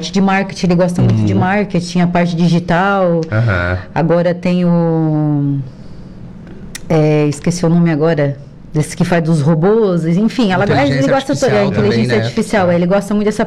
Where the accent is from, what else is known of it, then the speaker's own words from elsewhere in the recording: Araranguá, Santa Catarina, Brazil; Então, eu sou de Araranguá, natural de Araranguá mesmo. Não precisa falar quantos anos, né? Sou natural de Araranguá